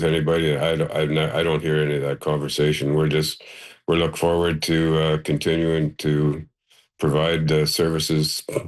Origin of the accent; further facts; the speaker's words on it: Thessalon, Ontario, Canada; right here in my hometown of Theslin, that part of the North Shore Health Network